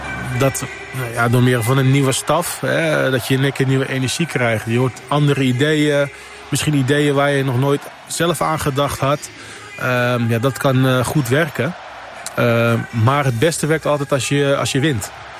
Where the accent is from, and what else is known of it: Netherlands